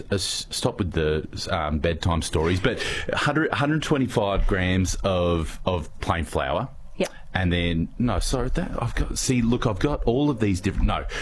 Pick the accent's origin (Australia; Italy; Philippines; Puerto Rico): Australia; Adelaide, South Australia; born or raised there